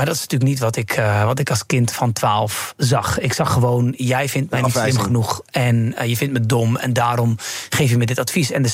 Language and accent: Dutch; Bleiswijk, South Holland, Netherlands; also born or lived in Rotterdam; ik ben een jongen geboren in Rotterdam. Opgegroeid in Bleiswijk. Sprak goed ABN